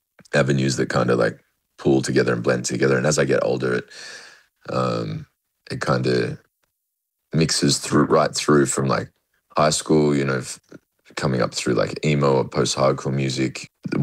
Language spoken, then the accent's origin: English; Tamworth, New South Wales, Australia; I grew up in Tamworth, which is like a country town of 50,000 people, doesn't really have a scene or anything like that.